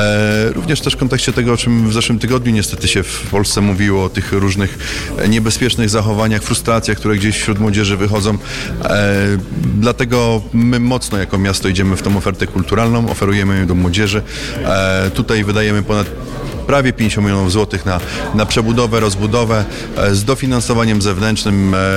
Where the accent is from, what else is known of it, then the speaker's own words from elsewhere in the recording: Opole, Opole Voivodeship, Poland; wychowałem się jako dzieciak na tym osiedlu, nie tylko jako dzieciak, ale pamiętam ten czas, kiedy tutaj biegałem pomiędzy korytarzami na blokowisku